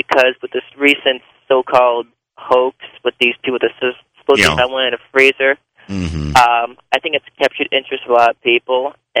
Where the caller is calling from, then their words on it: Cleveland, Ohio, United States; from Cleveland.